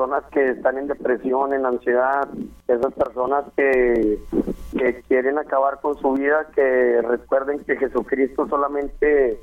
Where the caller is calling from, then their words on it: Guadalupe, Nuevo León, Mexico; Le hablo de Guadalupe, Nuevo León.